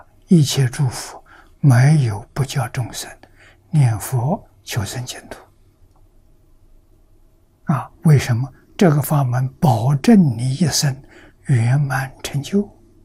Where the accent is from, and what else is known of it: China